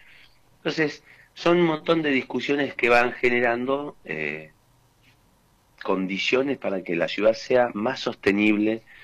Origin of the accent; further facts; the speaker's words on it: Neuquén, Argentina; Nosotros somos los neuquinos del vehículo particular